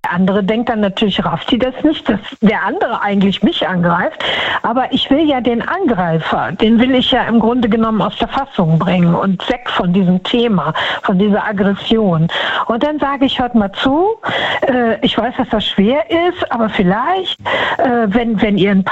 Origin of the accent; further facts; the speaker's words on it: Düsseldorf, North Rhine-Westphalia, Germany; Düsseldorf.